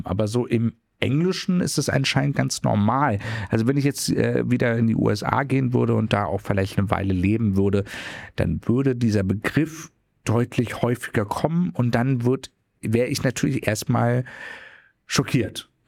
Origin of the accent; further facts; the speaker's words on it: Berlin, Germany; Ja, aber aber ich sehe mich ja auch hauptsächlich als Berliner